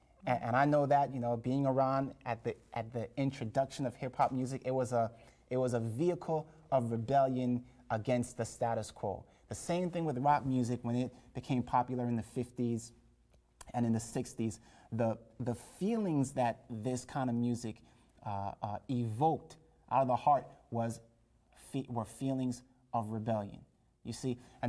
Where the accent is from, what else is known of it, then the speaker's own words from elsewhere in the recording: Jamaica; you know, I was born in Jamaica. And reggae music is a really big, you know, that's the music of Jamaica. And I remember growing up as a child, not a Christian, just, you know, worldly person.